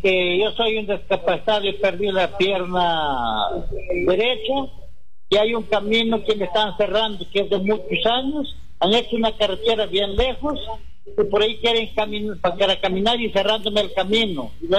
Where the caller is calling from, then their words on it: San Miguel province, Cajamarca, Peru; llamo de aquí del caserío El Tingo, pertenece a la provincia de San Miguel.